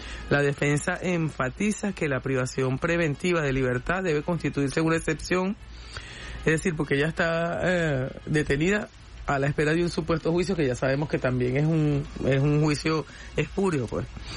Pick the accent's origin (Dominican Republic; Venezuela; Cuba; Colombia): Venezuela